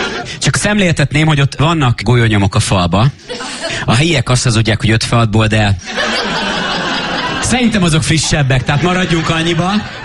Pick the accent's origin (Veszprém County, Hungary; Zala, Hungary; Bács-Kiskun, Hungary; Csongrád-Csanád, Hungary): Zala, Hungary; Zalaegerszeg; moved away as an adult; now in Budapest, Hungary; én amúgy alapvetően Zalaegerszegről jöttem, csak 18 éves koromban költöztem föl